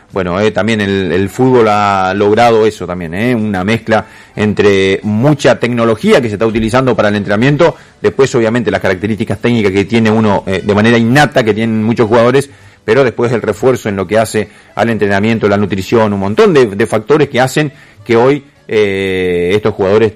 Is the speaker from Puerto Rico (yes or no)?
no; Argentina